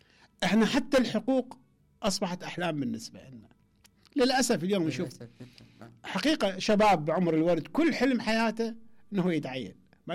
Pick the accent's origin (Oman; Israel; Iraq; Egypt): Iraq; مو لأن احنا عراقيين